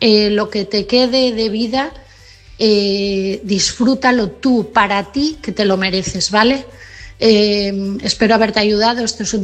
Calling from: Asturias, Spain; de Asturias

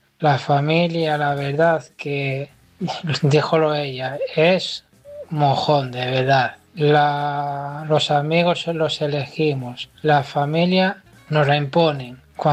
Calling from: Asturias, Spain; de Asturias.

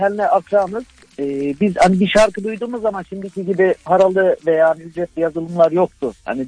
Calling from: Erzurum, Turkey; Ben Erzurumluyum.

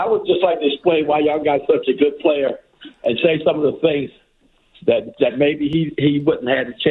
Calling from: Philadelphia, Pennsylvania, United States; I'm calling you from Philly

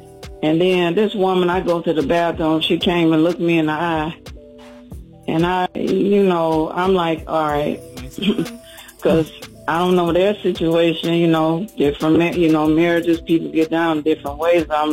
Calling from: Michigan, United States; I'm calling from Michigan.

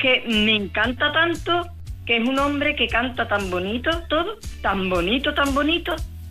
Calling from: San Fernando, Andalusia, Spain; de San Fernando, Cádiz.

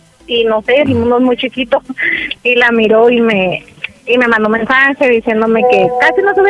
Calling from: Mexicali, Baja California, Mexico; 29 de Mexicali

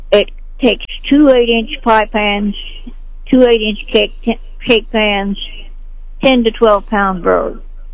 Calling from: Sedalia, Missouri, United States; Good morning. I'm calling from Sedalia.

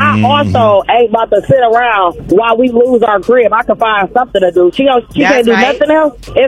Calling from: Detroit, Michigan, United States; I'm from Detroit.

